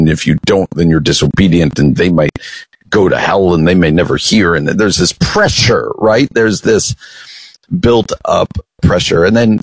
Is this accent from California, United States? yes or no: no; New Jersey, United States; I grew up in New Jersey. One of the things I miss most about New Jersey is access to the ocean.